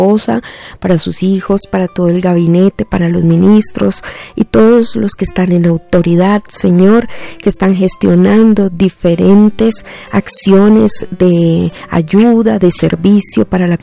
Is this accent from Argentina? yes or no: no; Colombia; como colombianos, Señor, estemos unidos en esta tragedia